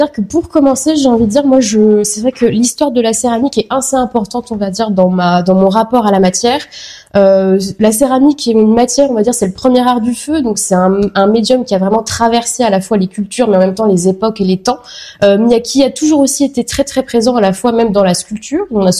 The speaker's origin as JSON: {"language": "French", "town": "Coulommiers", "region": "Île-de-France", "country": "France", "tie": "born or raised there", "said": "Donc, je reviens dans ma région natale, à Coulommiers."}